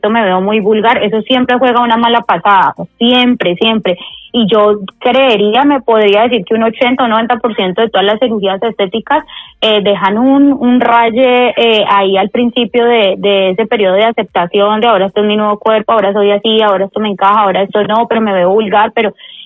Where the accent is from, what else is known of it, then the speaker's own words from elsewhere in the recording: Colombia; Que bueno, todos la conocen por aquí, soy colombiano en Europa.